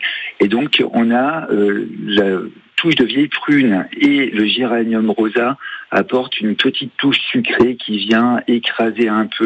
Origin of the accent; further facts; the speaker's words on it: Brittany, France; now in Belvès, France; Exactement, moi je suis breton.